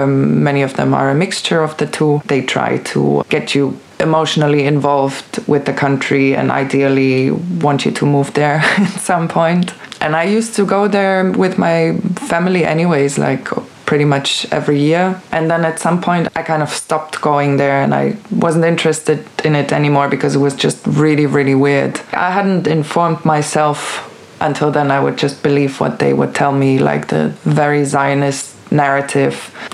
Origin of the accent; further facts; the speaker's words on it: Germany; Growing up in Germany is a little bit weird. I'd say, like, I grew up relatively Jewish.